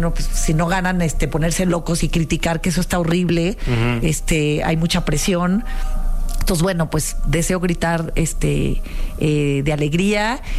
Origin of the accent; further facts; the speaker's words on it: Mexico; y soy mexicana, cabrón.